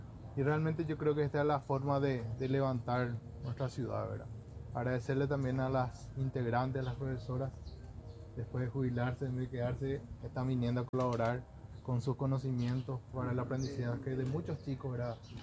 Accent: Pilar, Ñeembucú, Paraguay; yo soy de Pilar, mi familia es de Pilar

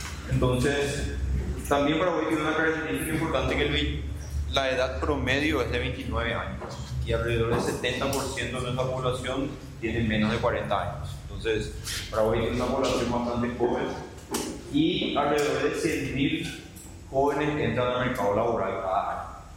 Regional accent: Paraguay

